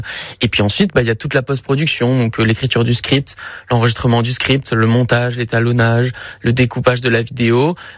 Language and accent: French; Nice, Provence-Alpes-Côte d'Azur, France; Moi, je suis très fier d'être d'ici. Je suis né à Nice, à Lanval. J'adore la gastronomie du coin, les gens du coin.